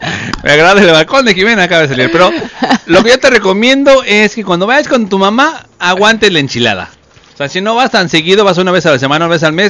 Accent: Mexico; los mexicanos realmente no sabemos a qué sabe la comida porque a todo le ponemos chile.

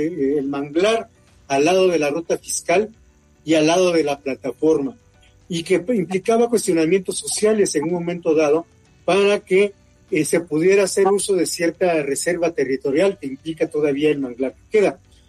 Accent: Manzanillo, Colima, Mexico; moved away as an adult; Yo salí de Manzanillo por un tema profesional, afortunadamente, ¿no? Pero Si yo tuviera la oportunidad de estar en Manzanillo, créeme que yo estaría ahí disfrutando del calor

